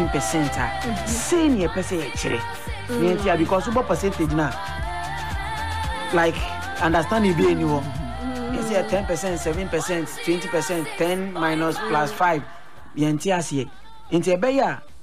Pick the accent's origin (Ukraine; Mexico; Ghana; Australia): Ghana; I'm the Ghanaian, like, nipa wo from Ghana ni awo from Kranji